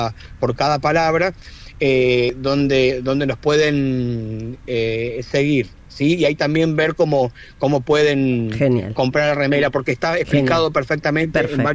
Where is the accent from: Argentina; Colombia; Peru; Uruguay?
Argentina